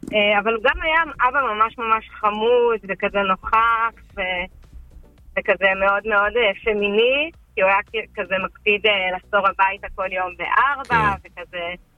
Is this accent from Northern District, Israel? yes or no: no; Southern District, Israel; אנחנו קיבוצניקים מהנגב, זה רחוק לו.